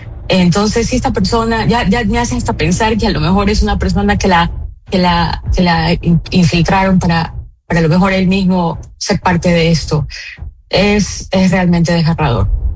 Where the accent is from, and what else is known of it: Ecuador